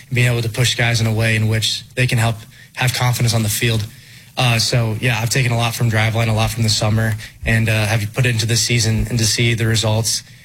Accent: Colorado, United States

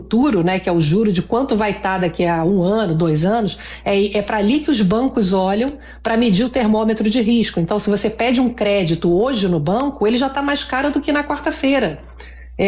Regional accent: Brazil

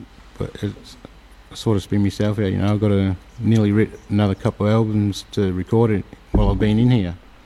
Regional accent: Victoria, Australia; I grew up down in East Gippsland, on Kurnai land. Yeah. Cookie Allenji is through my dad's side

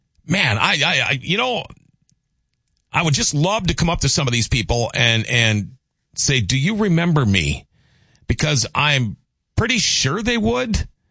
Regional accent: Thief River Falls, Minnesota, United States; now in Grand Forks, United States

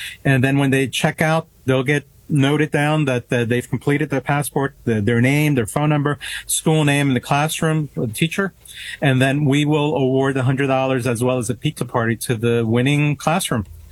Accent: New York City, New York, United States; also born or lived in Tuxedo; I'm from New York City and upstate New York and Tuxedo.

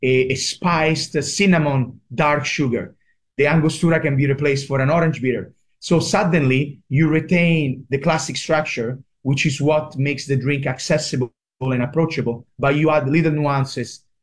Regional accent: Rome, Lazio, Italy; English is a second language; those bars that I used to go with my dad in Italy, in Rome. I'm from Rome.

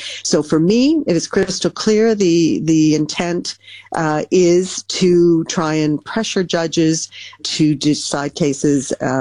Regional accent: Canada; now in Netherlands; I'm in the Netherlands as a Canadian, I know that I'm subject to Dutch law

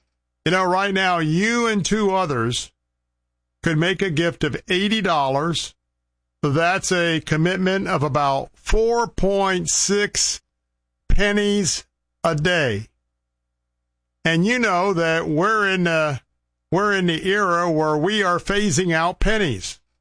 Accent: Tampa, Florida, United States; I'm broadcasting from my hometown right here in Tampa, Florida.

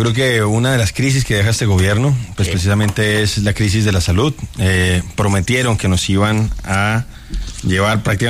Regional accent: Bogotá, Colombia; Bogotano.

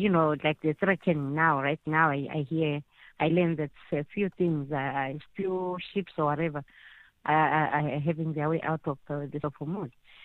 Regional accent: South Africa; but it's only being a South African, also coming from the ANC background, no one believes you anymore.

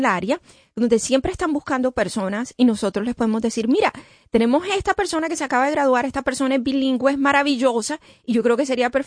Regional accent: Colombia; yo soy colombiana

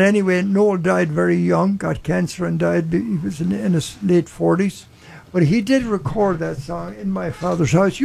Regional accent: Ireland; moved away; the house where I was born in Garratlone.

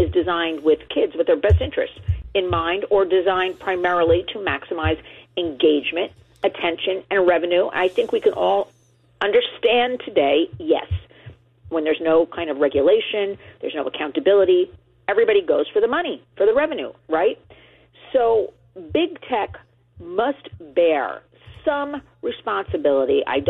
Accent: New Jersey, United States; I'm glad you brought up Congressman Chris Smith from New Jersey. Everybody, my home state, proud to say.

